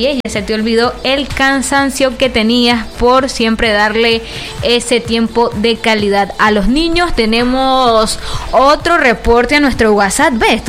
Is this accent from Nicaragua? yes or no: yes; Nicaragua; Ustedes saben cómo somos los nicaragüenses